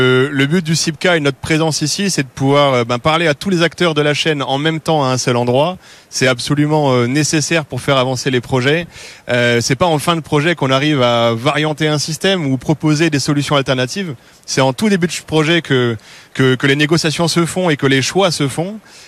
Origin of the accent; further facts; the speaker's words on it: Strasbourg, Grand Est, France; je suis de Strasbourg, j'ai décidé de quitter l'Alsace pour venir ici pendant 3 jours.